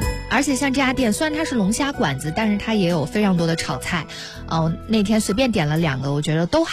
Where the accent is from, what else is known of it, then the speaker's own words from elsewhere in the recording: Xuzhou, Jiangsu, China; 也很符合我们徐州人的口味